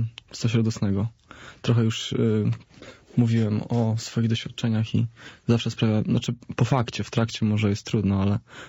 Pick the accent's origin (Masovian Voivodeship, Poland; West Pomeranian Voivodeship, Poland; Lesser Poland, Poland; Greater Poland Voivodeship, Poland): Masovian Voivodeship, Poland; Łosice; moved away; Ja pochodzę z mojego miasteczka na wschodzie Polski, nazywa się Łosice. I tam były tylko 2 podstawówki i 1 liceum.